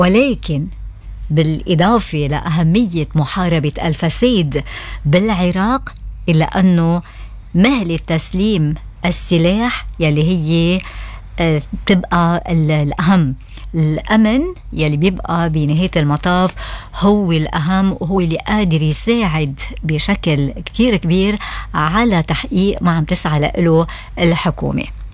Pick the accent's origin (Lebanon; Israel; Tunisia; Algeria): Lebanon; نحن عنا بلبنان